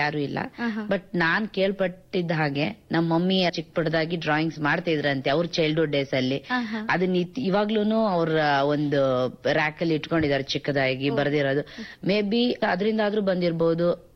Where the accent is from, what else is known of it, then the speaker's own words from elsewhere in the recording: Hiriyur, Karnataka, India; now in Bangalore, India; ನಾನು ಹಿರಿಯೂರವಳು, ಹಿರಿಯೂರು ತಾಲೂಕು, ಚಿತ್ರದುರ್ಗ ಡಿಸ್ಟ್ರಿಕ್ಟ್. ನಾನು civil engineer work ಮಾಡ್ತಾ ಇದ್ದೀನಿ ಒಂದು MNC ಕಂಪನಿಲಿ, ಬ್ಯಾಂಗ್ಳೂರಲ್ಲಿ.